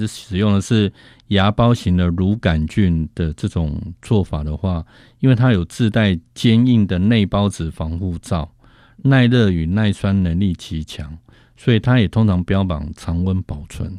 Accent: Taipei, Taiwan; 我的老家在万华，

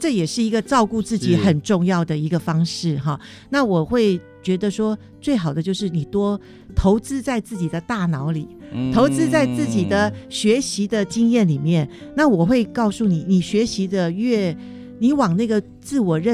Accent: Taiwan; 我们台湾我们中国人讲嘛，

